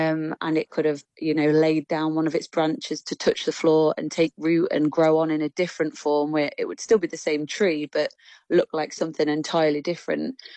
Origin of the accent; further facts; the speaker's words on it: Nottingham, East Midlands, United Kingdom; I'm a local girl, so I'm from Nottingham, and I think it must have been when I was in infant school